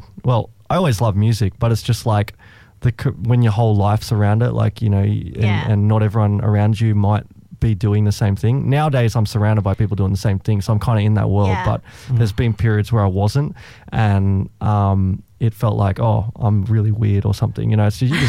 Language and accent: English; Coffs Harbour, New South Wales, Australia; It was from up in Coffs Harbour. I grew up in Coffs Harbour.